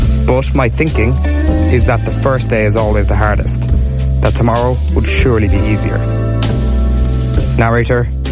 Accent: Ireland; Now, given I am very Irish and very ginger, the main threat I have to deal with is that of sunburn.

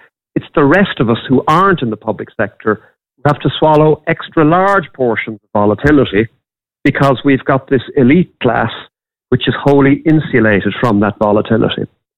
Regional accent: Castlebar, Connacht, Ireland; Well, I'm very good, Niall, because I was brought up in Castlebar, so I'm levitating above the earth.

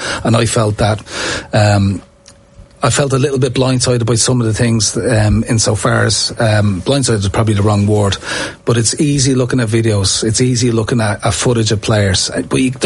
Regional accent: Ireland; I suppose sometimes I felt, because I'm the Irish end of things, that I know the Irish market

